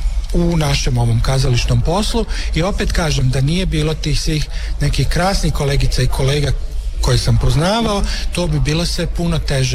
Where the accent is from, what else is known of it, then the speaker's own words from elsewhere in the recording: Sarajevo, Bosnia & Herzegovina; now in Zagreb, Croatia; Ja sam došao iz Sarajeva najprije u Split i onda iz Splita u Zagreb